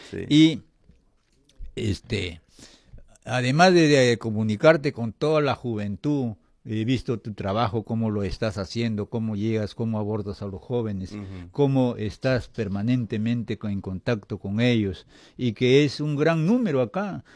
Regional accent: Piura, Peru; Yo soy piurano.

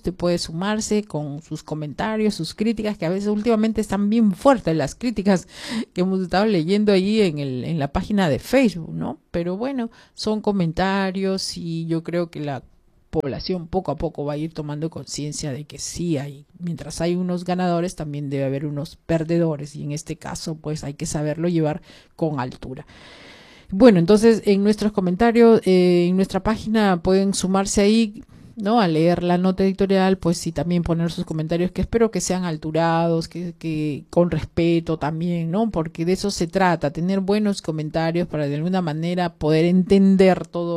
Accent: Peru

